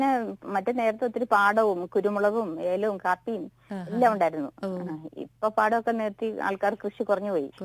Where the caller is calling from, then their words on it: Rajakkad, Kerala, India; ഞങ്ങൾ രണ്ടുപേരും രാജാക്കാട്.